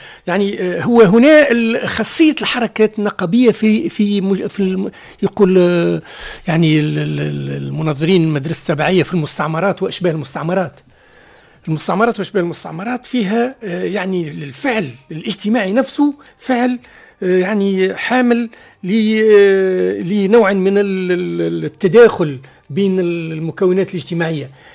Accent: Tunisia; عندنا في تونس

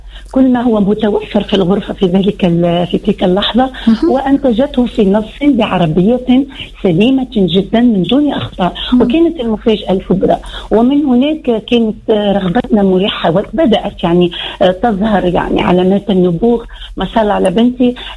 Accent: Tunisia; accent: Tunisian; moved away; قالت لي بالتونسي بلهجتنا

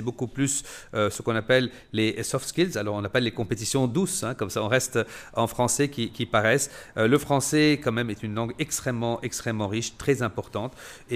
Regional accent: Lebanon; Et aujourd'hui, en tant que Libanais, être francophone est un grand atout, à côté de l'anglais et de l'arabe aussi.

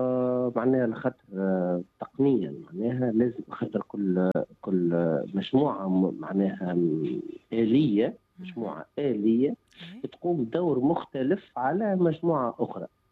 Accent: Tunisia; هي بلادنا تونس الخضراء.

